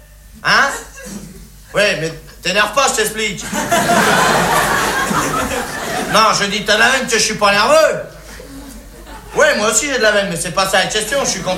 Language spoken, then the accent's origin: French; France; Les Français, c'est des cons, ouais, ben, je suis bien placé, hein, je suis français.